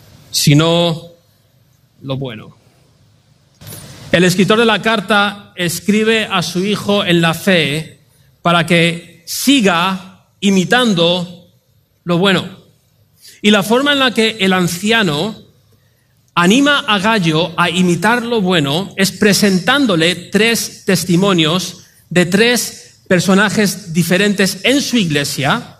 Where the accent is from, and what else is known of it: Spain; now in Seville, Spain